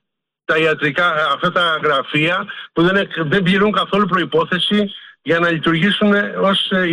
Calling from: Spata, Attica, Greece; από τα Σπάτα.

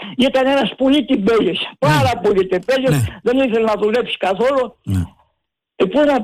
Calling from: Greece

